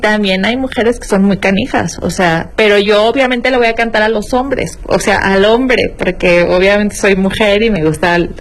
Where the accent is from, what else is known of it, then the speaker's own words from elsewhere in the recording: Zinapécuaro, Michoacán, Mexico; Sinapecuaro, Michoacán.